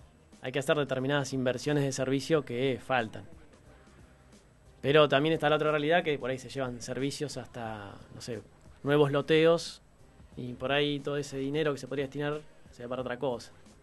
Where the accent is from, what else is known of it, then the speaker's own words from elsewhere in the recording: Bahía Blanca, Buenos Aires Province, Argentina; Sí, soy de Bahía, tengo familia en Pigüey y Saavedra, pero soy oriundo de acá de Bahía.